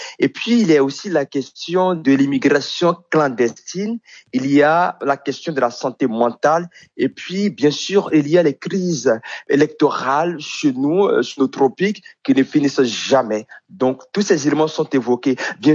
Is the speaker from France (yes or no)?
no; Côte d’Ivoire; Je suis à Caen, je suis en Côte d'Ivoire. Et je suis au centre de la Côte d'Ivoire.